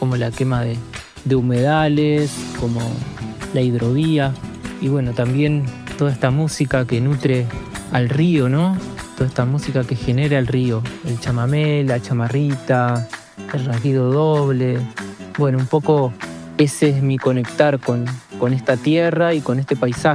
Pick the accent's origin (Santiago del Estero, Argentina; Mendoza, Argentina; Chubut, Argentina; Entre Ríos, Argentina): Entre Ríos, Argentina; General Ramírez; now in Rosario, Argentina; músico y productor musical del litoral argentino. Crecí en un pueblito llamado General Ramírez de la provincia de Entre Ríos y actualmente vivo en la ciudad de Rosario.